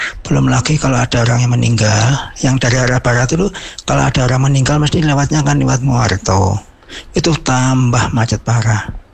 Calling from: Malang, East Java, Indonesia; saya sebagai warga Kota Malang

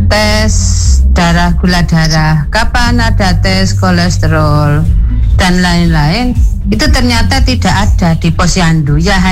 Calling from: Singosari, East Java, Indonesia; Saya sebagai warga RT 4 RW 4 Kelurahan Pagentan Kecamatan Singosari.

